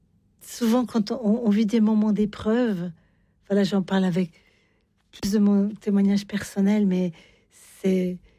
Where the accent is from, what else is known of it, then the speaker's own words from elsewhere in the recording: France; Enfin, je suis française aussi, mais...